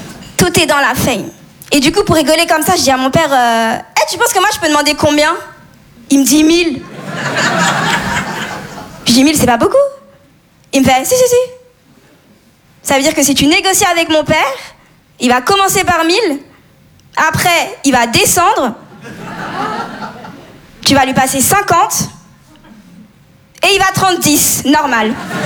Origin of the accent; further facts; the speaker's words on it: Comoros; Je suis comorienne, maurez malgache. C'est des îles dans l'océan Indien. Ce qui explique mon teint, aussi.